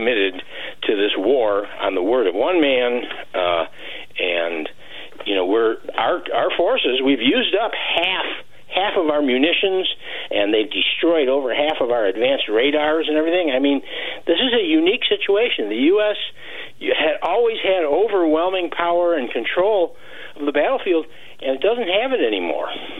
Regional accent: Michigan, United States; now in Kansas, United States; I'm also from the Great Lakes area. I'm in Kansas now, but I grew up in Michigan.

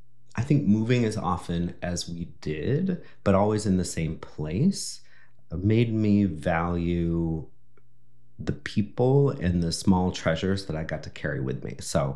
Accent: Littleton, Colorado, United States; I grew up in Littleton, Colorado, in many houses, probably 7 different houses, but always in Littleton.

